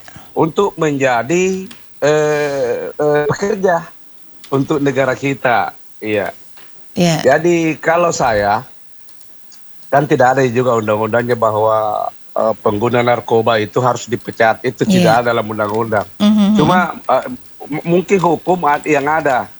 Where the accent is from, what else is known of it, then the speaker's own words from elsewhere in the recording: Makassar, South Sulawesi, Indonesia; born there; also born or lived in Maros; saya pindah ke Makassar tempat kelahiran saya itu 10 tahun.